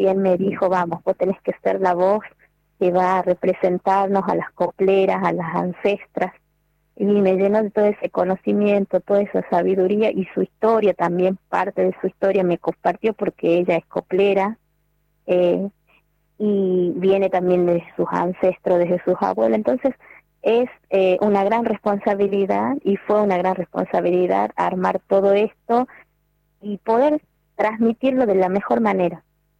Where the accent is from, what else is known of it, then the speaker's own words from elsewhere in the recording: Tinogasta, Catamarca, Argentina; moved away as an adult; also born or lived in Morón, Buenos Aires; now in San Fernando del Valle de Catamarca, Argentina; Yo nací en Morón, en Buenos Aires, pero mi mamá es tinogasteña, mi papá es salteño. Y nosotros desde muy pequeños hemos vivido en Tinogasta, en el interior, en Tinogasta. O sea que toda mi infancia, mi niñez en Tinogasta, y después vine a Capital a estudiar, me recibí y bueno, ya me quedé